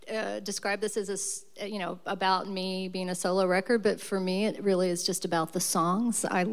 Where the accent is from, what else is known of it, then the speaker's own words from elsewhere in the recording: War, West Virginia, United States; Like, I went to school in War. I was born in War.